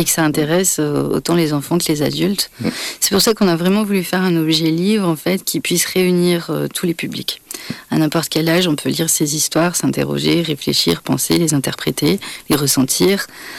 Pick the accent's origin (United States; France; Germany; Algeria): France; en tant que Française, blanche